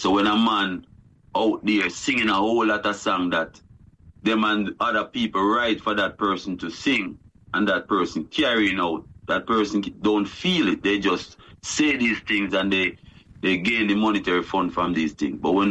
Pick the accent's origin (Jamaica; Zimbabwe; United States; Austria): Jamaica; And Rasta Philosophy, as a Jamaican, up to today, as we speak, Rasta have brought, I would say, the most tourists, the most money, the most to the country.